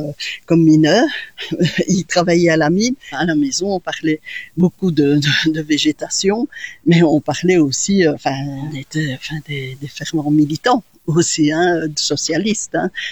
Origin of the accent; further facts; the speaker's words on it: Charleroi, Wallonia, Belgium; Donc donc moi je suis belge, ok, ça c'est bien, mais après moi je suis Carolo, Ah oui, non, moi je suis Carolo, hein.